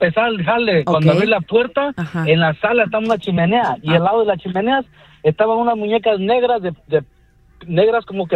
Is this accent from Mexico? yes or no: yes; Morelos, Mexico; Me escucho medio italiano, pero soy mexicano.